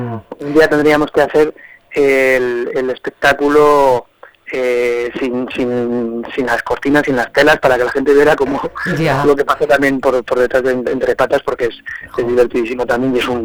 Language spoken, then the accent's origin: Spanish; Logroño, La Rioja, Spain; moved away; also born or lived in Pamplona; yo soy de Logroño.